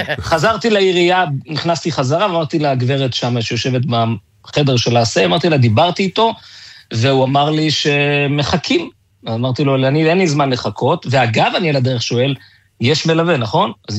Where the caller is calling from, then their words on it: Bnei Brak, Tel Aviv District, Israel; אנחנו תושבי בני ברק